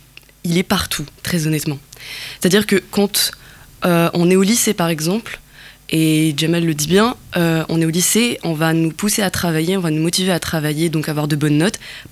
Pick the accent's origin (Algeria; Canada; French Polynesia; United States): Algeria; Kabylie; born or raised there; moved away as an adult; now in France